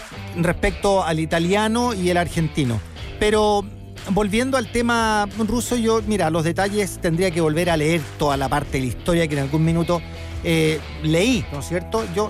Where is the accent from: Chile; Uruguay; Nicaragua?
Chile